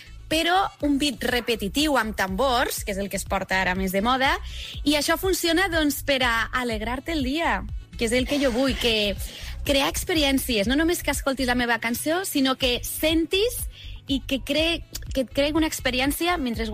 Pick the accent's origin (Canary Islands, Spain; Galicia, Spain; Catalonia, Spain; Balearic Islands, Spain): Catalonia, Spain; però com també sóc catalana, doncs per això faig les meves cançons en català i en anglès per expandir el català per a tot el món.